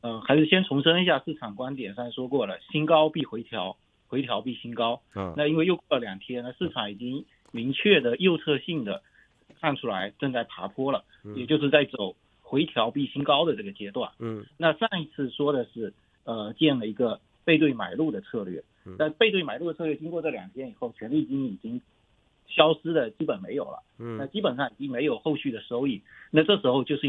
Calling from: Fuzhou, Fujian, China

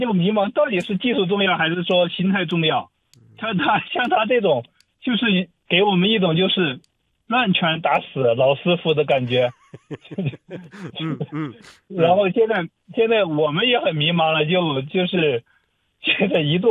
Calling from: Dongguan, Guangdong, China; 我也是东莞的，

